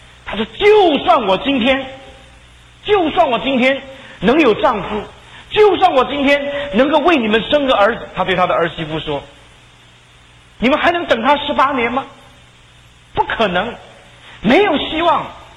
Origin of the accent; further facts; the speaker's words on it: China; 不单是我们中国人，还有很多的弟兄姐妹